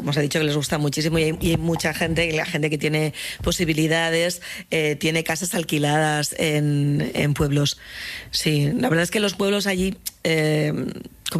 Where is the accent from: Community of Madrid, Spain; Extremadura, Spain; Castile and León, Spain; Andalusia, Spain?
Castile and León, Spain; Que muchas veces yo, que soy de Castilla y León, bueno, pues ves a pueblos muy pequeñitos en el que el material de labranza está muy viejo.